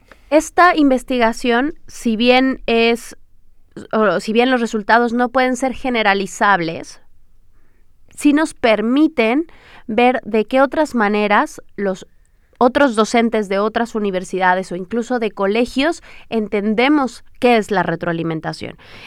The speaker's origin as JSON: {"language": "Spanish", "country": "Mexico", "moved": "yes", "lives_now": "Chile", "said": "una acá sufriendo como buena mexicana."}